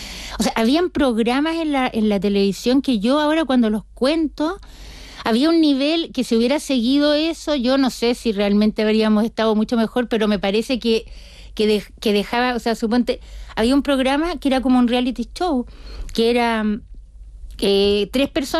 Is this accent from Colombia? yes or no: no; Chile; Te diría que me siento más palestina cuando he estado y también me siento más chilena viviendo fuera.